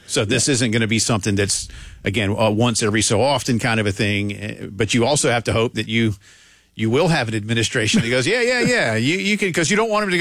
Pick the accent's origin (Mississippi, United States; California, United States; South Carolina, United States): South Carolina, United States; Columbia; Y'all, I grew up in Columbia, South Carolina.